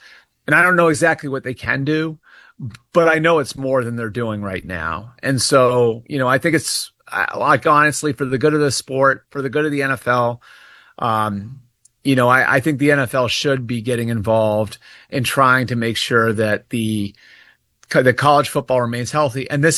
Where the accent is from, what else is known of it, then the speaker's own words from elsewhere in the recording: Northeast, United States; I'm from the Northeast